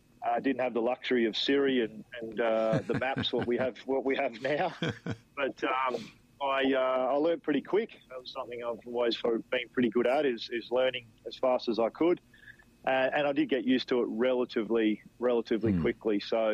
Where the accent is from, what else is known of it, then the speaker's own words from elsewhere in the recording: Northampton, Western Australia, Australia; moved away as an adult; also born or lived in Geraldton; growing up in Northampton